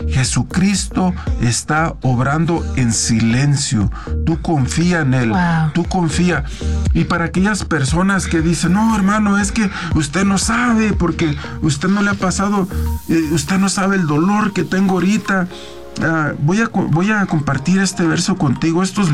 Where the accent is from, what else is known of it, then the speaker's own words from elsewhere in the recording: Guanajuato, Mexico; Lo cargaba como una señora allá en mi pueblo en Guanajuato que se llamaba Doña Pachita agarraba a sus nietos con el rebozo y lo traía